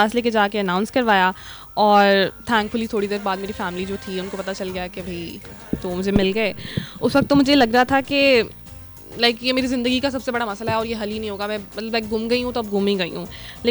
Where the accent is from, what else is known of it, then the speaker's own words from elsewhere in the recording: Lahore, Punjab, Pakistan; also born or lived in Islamabad; لاہور کی رہنے والی ہوں، پیدائش میری اسلام آباد کی ہے، … کی پوسٹنگس ہوتی رہتی تھی تو تیسری دفعہ لاہور آئی ہوں میں.